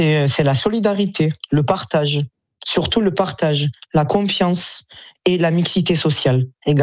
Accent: Marseille, Provence-Alpes-Côte d'Azur, France; accent: accent du Sud; Oui, je suis née à Marseille. Mes parents sont nés également à Marseille, on est des vrais produits du Sud, comme on dit.

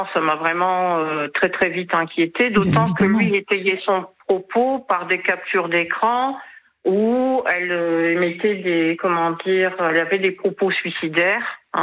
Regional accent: Hauts-de-France, France; nous sommes originaires des Hauts-de-France.

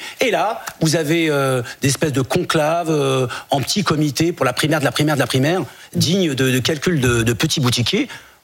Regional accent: France; Je suis issu comme vous, je suis pas du tout issu de l'immigration. Oui. Ce sont nos parents. Nous, on est français, bien français et fiers d'être français.

